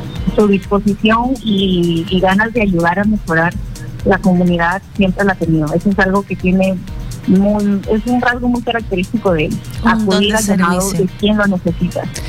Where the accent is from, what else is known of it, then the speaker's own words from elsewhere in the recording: Chulucanas, Piura, Peru; yo soy de Chulucanas, que es una ciudad que está a 4 o 5 horas de Chiclayo.